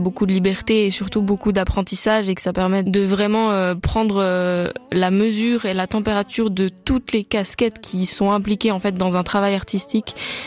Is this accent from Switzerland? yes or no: yes; Lausanne, Vaud, Switzerland; Je viens de Lausanne, j'ai toujours vécu à Lausanne.